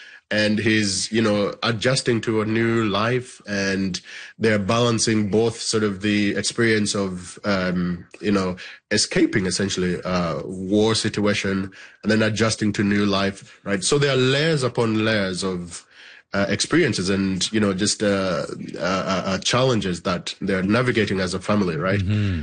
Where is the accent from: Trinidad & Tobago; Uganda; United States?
Uganda; now in Canada; So I was born and raised in Uganda. I'm a Ugandan Canadian now, and it's very true, that back home in Uganda, we don't have.